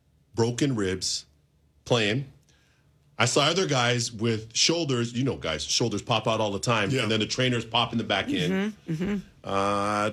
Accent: Toronto, Ontario, Canada; I remember tournaments, man, growing up in Toronto, it's the biggest minor hockey, youth hockey scene in the world

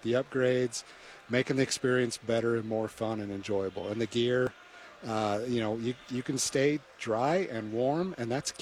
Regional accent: Idaho Falls, Idaho, United States; like I'm from Idaho Falls.

